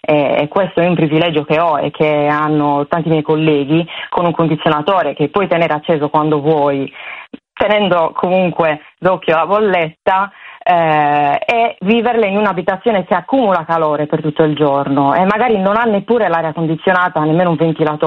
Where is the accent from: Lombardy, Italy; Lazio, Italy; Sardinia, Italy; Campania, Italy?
Sardinia, Italy; Bosa; qua a Bosa, io sono di Bosa